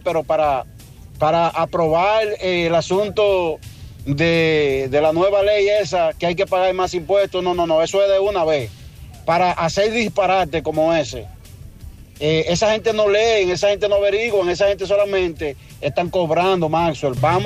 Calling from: Santiago de los Caballeros, Santiago, Dominican Republic; nosotros somos de Santiago

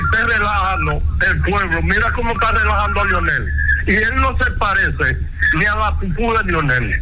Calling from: Neiba, Baoruco, Dominican Republic; Desde Neiva.

